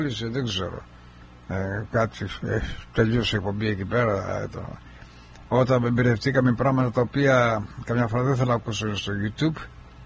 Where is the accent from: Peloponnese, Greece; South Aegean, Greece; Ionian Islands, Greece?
Ionian Islands, Greece; Kefalonia; moved away; όταν ήμουν πιτσιρικάς, ακόμα στην Κεφαλονιά